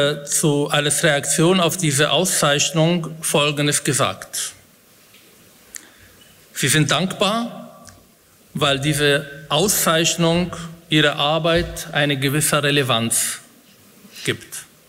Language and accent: German; Israel; now in Germany; als Israeli, als Betroffener, als jemand, der aus diesem Land stammt, als Palästinenser, als Moslem, als jemand, der in dieser Gesellschaft seine Heimat gefunden hat